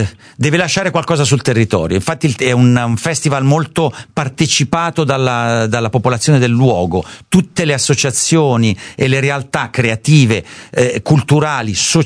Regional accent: Southern Italy, Italy; Diciamo che sono un terrone, sono uno di quei vecchi dei ancora sopravvissuti, non si porta più adesso, il termine terrone è desueto

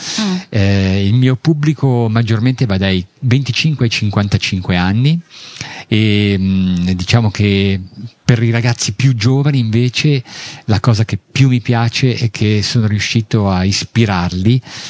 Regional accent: Genoa, Liguria, Italy; Io a 18 anni avevo una Vespa da buon genovese

